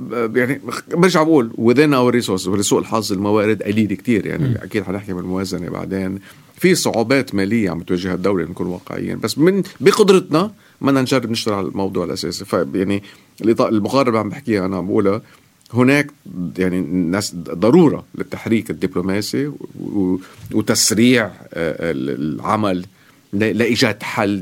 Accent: Lebanon; كلبنانيين

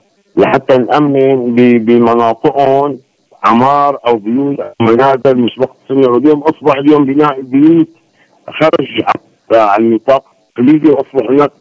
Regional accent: Syria

